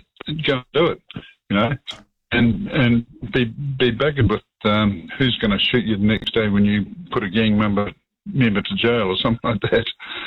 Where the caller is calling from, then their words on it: Kerikeri, Northland, New Zealand; I live in Kerikeri